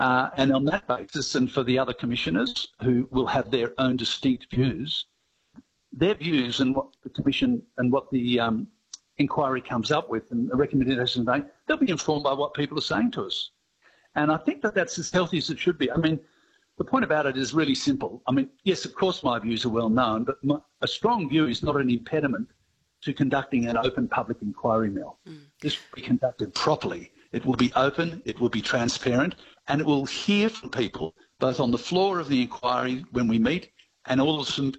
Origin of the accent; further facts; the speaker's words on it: Australia; as Australian citizens